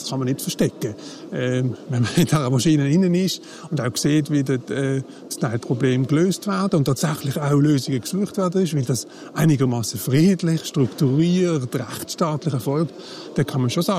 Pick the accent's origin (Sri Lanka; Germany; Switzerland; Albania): Switzerland; da stellt man sich ab und zu die Frage als Schweizer, ja, was heisst das für uns?